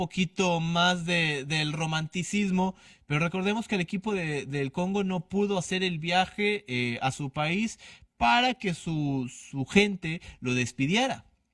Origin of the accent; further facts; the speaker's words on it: Mexico; Evidentemente soy mexicano y mi equipo número uno va a ser la selección de México.